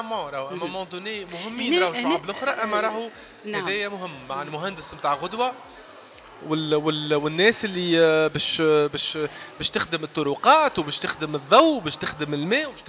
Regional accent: Tunisia; احسن ما عندنا في تونس.

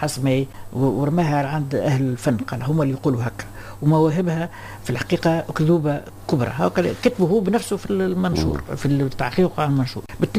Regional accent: Tunisia; accent: Tunisian; كما نقولوا باللغه بلهجتنا التونسيه

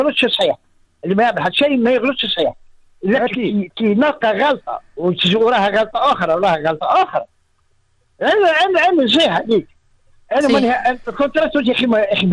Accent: southern Tunisia, Tunisia; انا من الجنوب التونسي

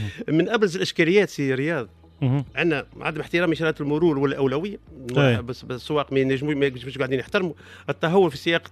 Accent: Gafsa Governorate, Tunisia; احنا في قفصة

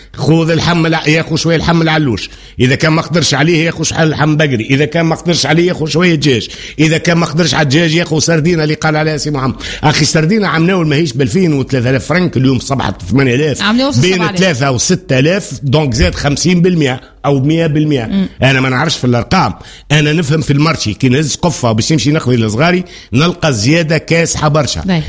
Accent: Tunisia; واحنا التوانسة كلنا،

